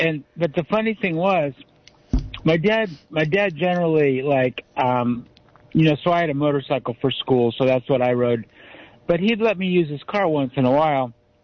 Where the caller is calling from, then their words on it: Santa Cruz, California, United States; Hey, kids … in Santa Cruz